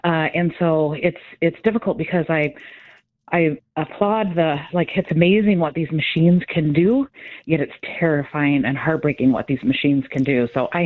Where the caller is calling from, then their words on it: Chicago, Illinois, United States